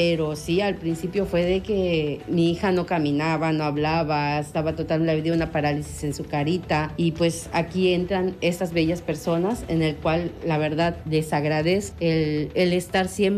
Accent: Campeche, Mexico; yo soy de acá de Campeche

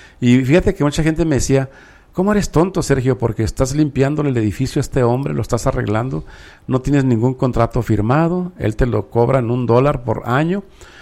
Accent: Mexico; yo como buen mexicano

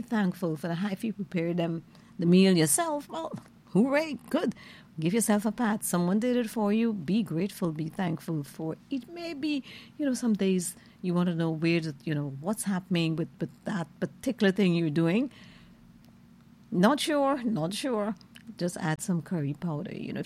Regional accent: London, United Kingdom; I'm a Londoner, born and bred.

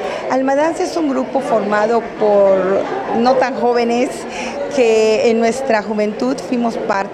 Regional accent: Yucatán, Mexico; los que tenemos nosotros en Yucatán.

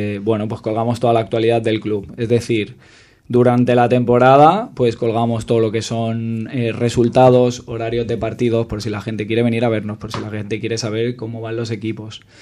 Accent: Montornès del Vallès, Catalonia, Spain; los que somos de Montornès Norte de toda la vida

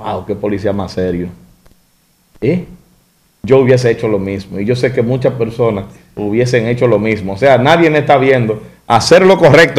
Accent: Dominican Republic; porque el dominicano todo el tiempo se ha quejado, es que eso, nosotros somos así.

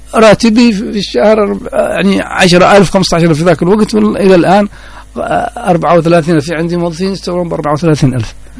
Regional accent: Hadramaut, Yemen; moved away as an adult; now in Dhamar, Yemen; إيش مصلحة القضاء في أن ننتقل أنا من حضرموت أو إيش مصلحة القضاء وإيش مصلحتي أنا في هذا؟

